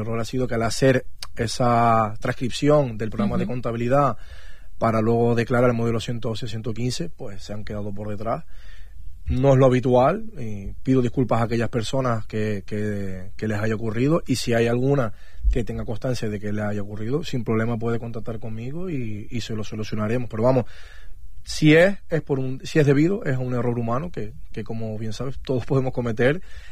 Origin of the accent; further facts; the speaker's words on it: Spain; Yo soy del Retamar.